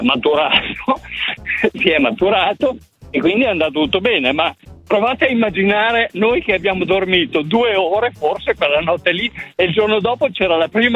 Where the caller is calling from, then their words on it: Parma, Emilia-Romagna, Italy; Da Parma.